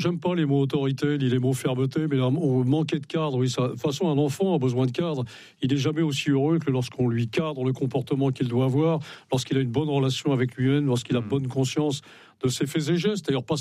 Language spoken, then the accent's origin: French; Brittany, France; c'est pas parce que je suis breton que je ne fais pas partie. Nous avons été vassalisés par l'histoire de France, mais bretons malgré nous.